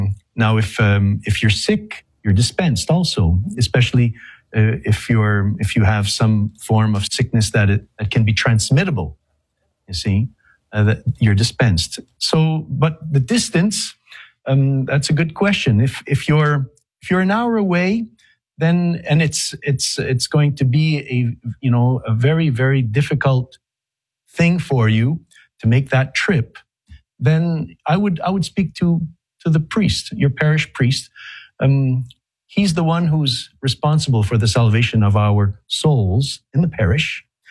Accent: Saguenay, Quebec, Canada; moved away; I'm French Canadian. I'm actually from a place called Saguenay, Lake St. John, a city called Chicoutimi, north of Quebec City. And it very, very Catholic origins

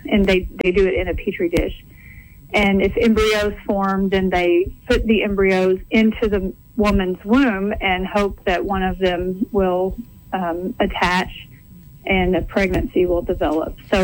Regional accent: Texas, United States; No, I grew up in Texas. You can probably hear that a little bit in my voice. I grew up in Texas Baptist

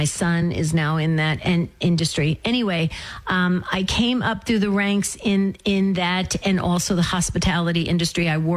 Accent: New Jersey, United States; moved away as an adult; now in Arizona, United States; I'm 100% Sicilian. I was born and raised in New Jersey. I live in Arizona because I moved out from New Jersey to come to college in Arizona, and I stayed in Arizona.

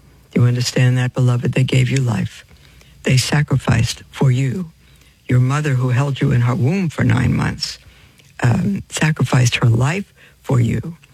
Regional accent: Brooklyn, New York, United States; when I was growing up in Brooklyn in my Jewish home, we didn't get rewards for doing things.

